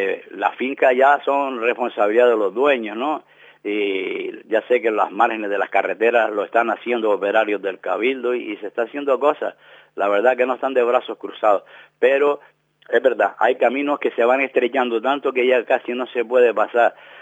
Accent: Spain; Ahora somos todos españoles, pero también lo éramos antes, ¿no?

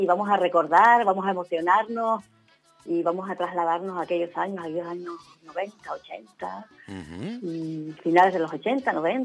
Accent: Teror, Canary Islands, Spain; born there; Yo nací en Terror, nací en casa de mi abuelita, con una comadrona que no me acuerdo cómo se llamaba

